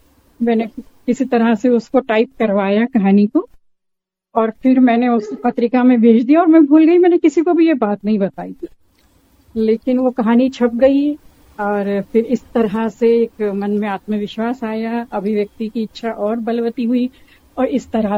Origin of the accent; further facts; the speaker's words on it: Bhopal, Madhya Pradesh, India; moved away; मैं भोपाल से हूँ और गृहिणी हूँ